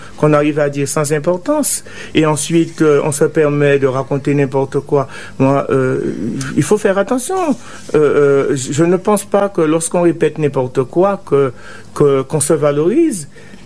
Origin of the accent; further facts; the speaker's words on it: Guadeloupe; now in Montauban, France; quand j'étais petit, en Guadeloupe